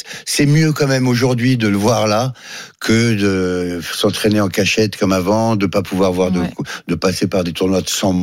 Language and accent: French; Paris, Île-de-France, France; Mais non, je suis parisien, et ça me passionne.